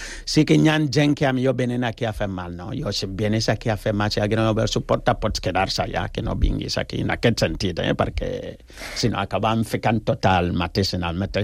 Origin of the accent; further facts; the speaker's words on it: Ghana; Catalan is a second language; now in Spain; jo soc de Ghana, tu imagina que jo vinc aquí amb un taparrabo o una lanança, això no és així. Entonces, clar, jo si vinc a Catalunya, com mínim, aprendre la llengua catalana